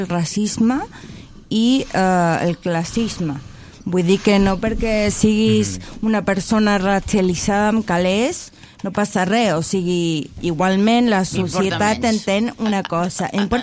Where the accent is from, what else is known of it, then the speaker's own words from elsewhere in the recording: Chile; Ojo, sóc americana, bueno, sóc de Xile.